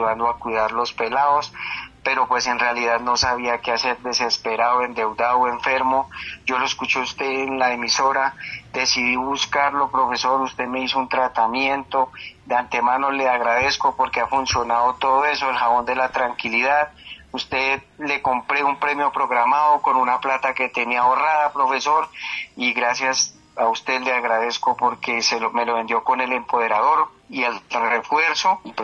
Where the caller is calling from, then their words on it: Caparrapí, Cundinamarca, Colombia; Aquí de la Mesa Cundinamarca, pero yo soy de Caparrapí.